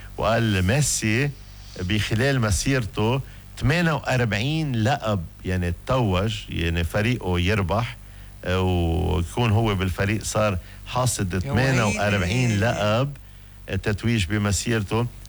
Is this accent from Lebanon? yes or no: yes; Lebanon; وكمان اليوم عيد العيلة ونحن من لبنان قديش العيلة مهمة